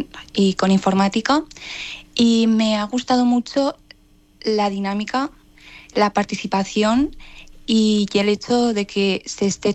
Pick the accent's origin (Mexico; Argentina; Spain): Spain; Corella, Navarre; also born or lived in Morocco; De Marruecos, de justamente estamos en la frontera con Argelia.